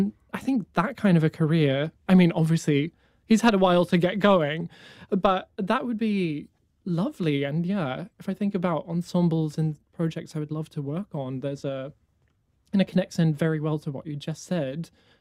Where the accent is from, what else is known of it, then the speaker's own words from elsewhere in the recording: Wellington, New Zealand; also born or lived in Johannesburg, South Africa; I'm from Wellington, but I was born in Johannesburg and I moved here when I was a kid.